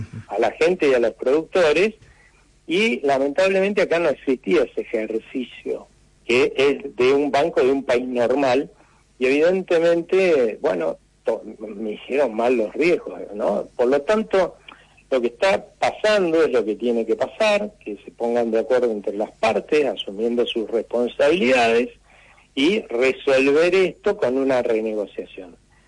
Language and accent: Spanish; Argentina